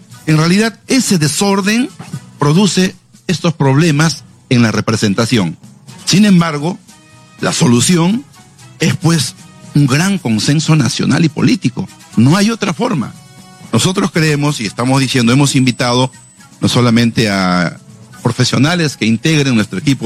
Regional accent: Peru; nosotros pues tenemos una gran ventaja como peruanos

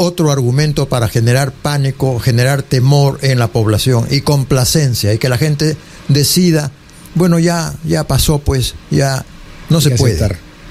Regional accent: Peru; somos peruanos

